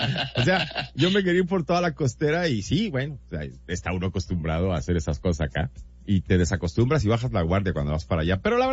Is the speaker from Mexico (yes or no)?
yes; Mexico; now in Spain